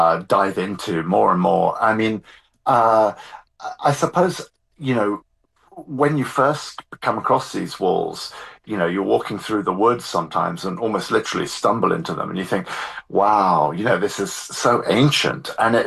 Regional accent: southern England, United Kingdom; moved away; also born or lived in London; I'm from Southern England, you know, which is not an area with stone walls.

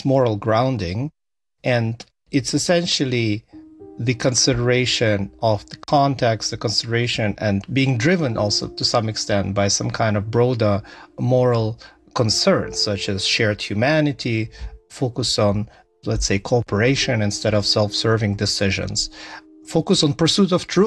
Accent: Ukraine; English is a second language; moved away; You know, it's been 5 years since we moved from Ukraine.

